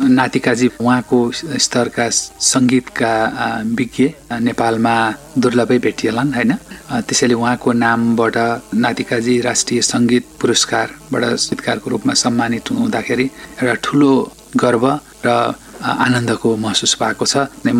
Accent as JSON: {"language": "Nepali", "town": "Sano Dumma", "region": "Koshi Province", "country": "Nepal", "tie": "born or raised there", "said": "म गाउँमै जन्मिएँ, हुर्केको, एकदमै गाउँ पनि टिपिकल गाउँ के, दूरदराज भनिन्छ नि नेपाली भाषामा। त्यस हिसाबले चाहिँ त्यो सानोदुम्माको गाउँघरमा जन्मिएको मान्छे हो, अब सामान्य परिवारमा।"}